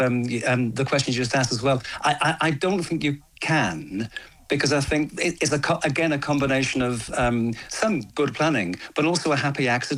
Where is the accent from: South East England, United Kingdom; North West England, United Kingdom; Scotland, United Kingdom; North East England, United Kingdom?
North West England, United Kingdom; Manchester; But when I was growing up in Manchester, I didn't see any of the world that I saw around me reflected in Coronation Street.